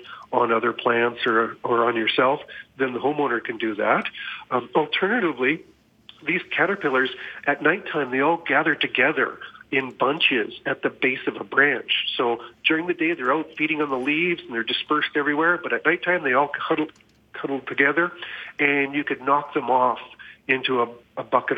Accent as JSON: {"language": "English", "town": "Edmonton", "region": "Alberta", "country": "Canada", "tie": "born or raised there", "said": "When I was a little kid growing up in Edmonton, as it were, don't hate me."}